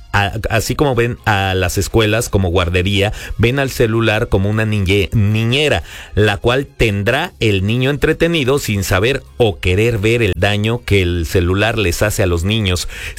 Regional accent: Mexico City, Mexico; Pues sí, somos chilangos. Y al final, pues ya saben, o sea, sí. Yo sí crecí en un huacal de aguacates o de jitomates, en cualquier pulcata que se puedan imaginar. O sea, orgullosamente.

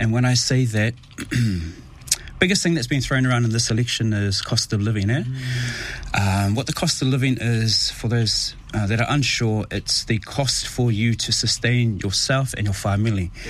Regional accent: Tonga; moved away; It was hot. It was beautiful, and we were happy as a child growing up within that space.

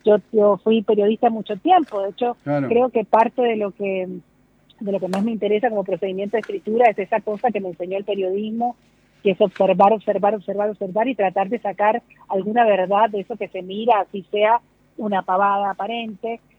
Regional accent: Colombia; mujeres que o trabajaron en mi casa de chica, que en Colombia eso también era bastante, o es, en el Caribe sobre todo, esto de tener mujeres en tu casa permanentemente

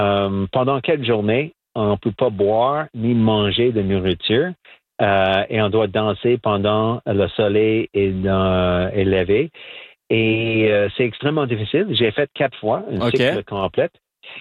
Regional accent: Saskatchewan, Canada; French is a second language; il faut pas oublier que je viens de Saskatchewan, d'une Première Nation, et très peu de Français là-bas dans les plaines, plus à Winnipeg, mais moins en Saskatchewan.

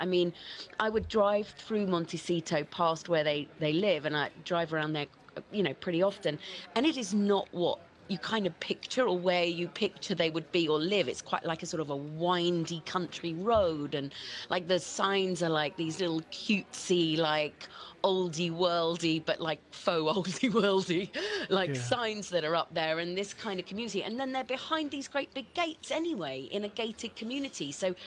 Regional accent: United Kingdom; moved away as an adult; now in United States; as you can hear, I'm British and I made the move to California.

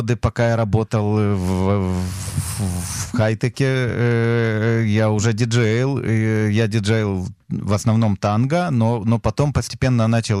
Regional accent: Kharkiv, Kharkiv Oblast, Ukraine; moved away as an adult; also born or lived in Israel; Родился в Украине в 1974 году. В возрасте год с лишним моя семья приехала в Харьков, и с тех пор я жил в Харькове до 19 лет. В 19 лет я уехал в Израиль один

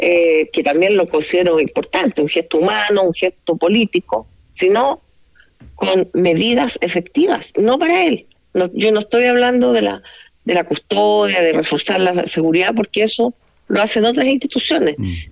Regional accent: Chile; lo que nosotros, como chilenos, esperamos

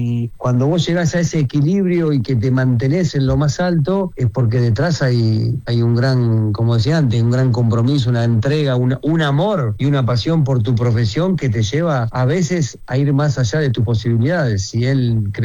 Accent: Argentina; soñábamos todos nosotros como argentinos

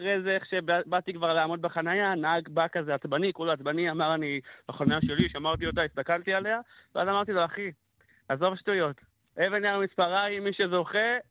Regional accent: Central Israel, Israel; אני מהמרכז, ואנחנו אומרים אבן יאו.

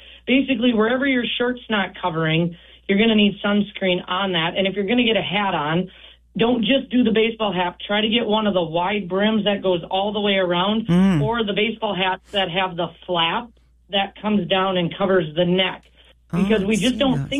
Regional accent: Marshall, Minnesota, United States; So I'm originally from Marshall, Minnesota, just a little bit further south.

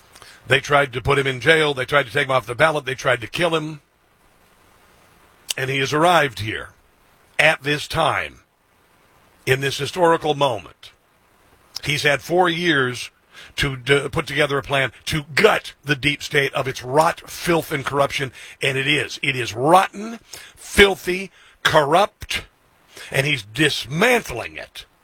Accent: Iowa, United States; running for governor in the state of Iowa. My home state, by the way, my home state.

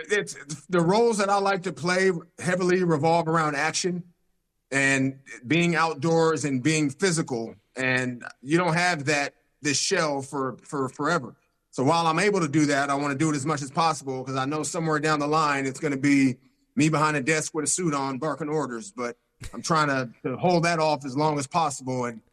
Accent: San Francisco, California, United States; He went back, got my mom in Mississippi, and we were raised in San Francisco. And I wasn't raised around the culture as much. Like, I spent summers in Mississippi.

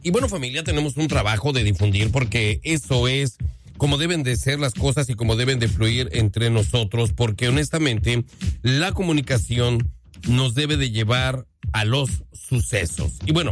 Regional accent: Mexico; now in Nebraska, United States; de los hispanos que vivimos aquí en Nebraska, y en el caso del consulado que también atiende Iowa, somos mexicanos.

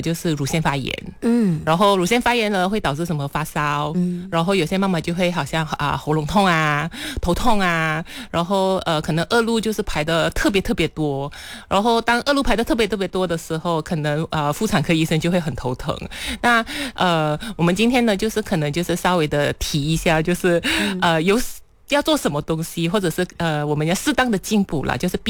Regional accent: Malaysia; 那我们马来西亚这边其实是比较偏向于南方的习俗，尤其是广东那一带的

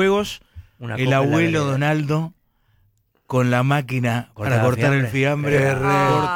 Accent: Valentín Alsina, Buenos Aires Province, Argentina; born there; also born or lived in Liniers, Buenos Aires; nací en Valentín Alsina.

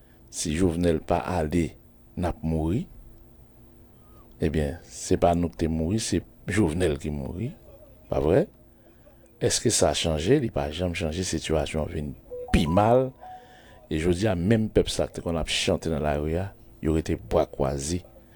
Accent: Haiti; Moi-même, je suis humain, je suis un haïtien, je suis un père de famille, je suis un grand-père.

